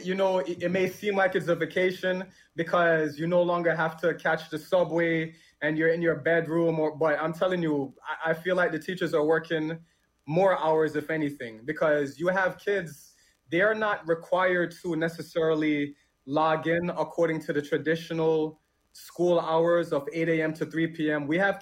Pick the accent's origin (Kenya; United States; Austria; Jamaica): Jamaica; moved away; Growing up in Jamaica and you know, when I was a kid